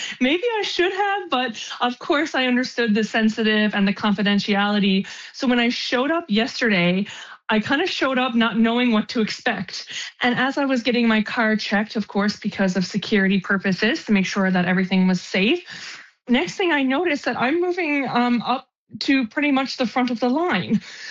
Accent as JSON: {"language": "English", "country": "Canada", "moved": "yes", "lives_now": "Saint-Pierre and Miquelon, France", "said": "as a Canadian living here in France"}